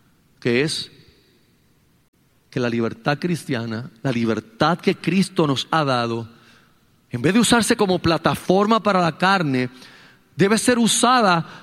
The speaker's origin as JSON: {"language": "Spanish", "town": "Carolina", "country": "Puerto Rico", "tie": "born or raised there", "said": "cuando yo me crié en Carolina"}